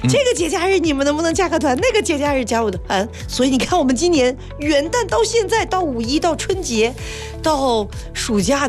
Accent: Beijing, China; moved away; 我是北京人，我从来没有经历过那么热的夏天。

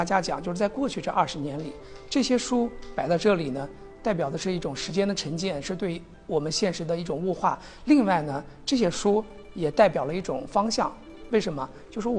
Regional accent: Shenzhen, Guangdong, China; 我们把我们深圳人的本土的题材

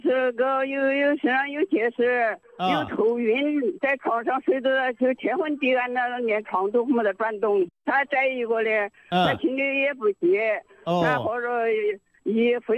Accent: Kinmen, Kinmen County, Taiwan; 我是金门的人呐、

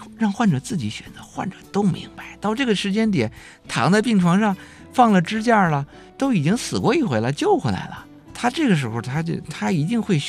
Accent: China

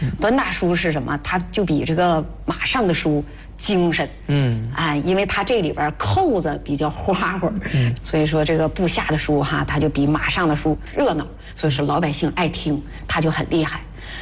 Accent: Wuchang, Heilongjiang, China; 我老家在黑龙江省五常市，兴盛乡新家村沟余家屯儿。

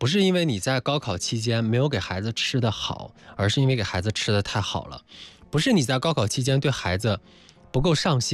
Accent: Northeast China, China; 因为那个时候在那个东北，很多像我们家住平房，屋里面是烧煤的

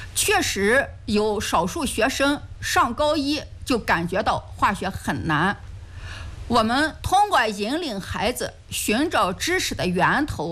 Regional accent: Ningxia, China; 是家乡的这片土地养育了我，我喜欢当老师，我热爱我的家乡。大学毕业之后，我就回到了我的高中母校平罗中学任教。

